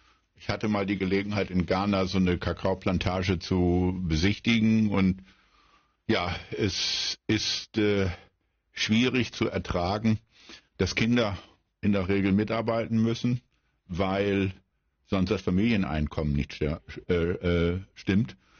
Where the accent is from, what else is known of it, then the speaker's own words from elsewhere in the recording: Lower Saxony, Germany; ich sage es als Friese gerne so